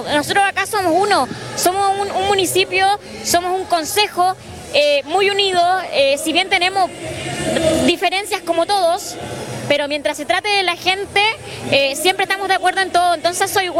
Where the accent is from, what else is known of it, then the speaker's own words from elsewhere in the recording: Coquimbo, Chile; que yo soy de Pan de Azúcar